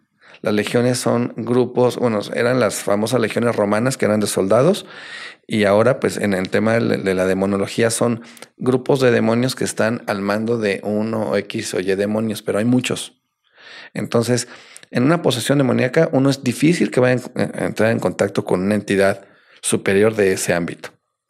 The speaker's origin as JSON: {"language": "Spanish", "region": "Querétaro", "country": "Mexico", "tie": "born there", "said": "yo soy mexicano, tengo actualmente 45 años de edad. Yo nací un 8 de octubre del 79 en la ciudad de Querétaro, México, de familia pues muy católica"}